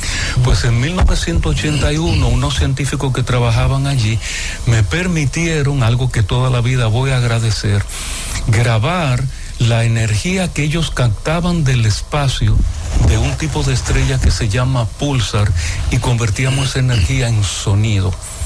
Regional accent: Nagua, María Trinidad Sánchez, Dominican Republic; born or raised there; also born or lived in San Francisco de Macorís

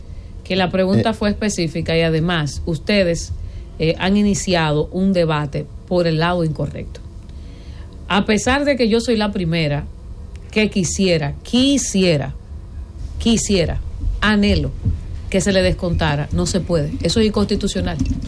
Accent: La Vega, Dominican Republic; moved away; yo como vegana, estoy hablando de mi pueblo, donde yo voto todavía

